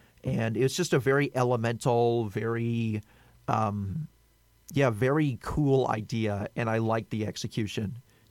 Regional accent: United States; maybe I'm biased because I'm American

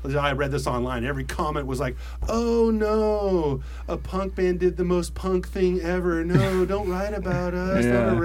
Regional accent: San Jose, California, United States; I'm from San Jose

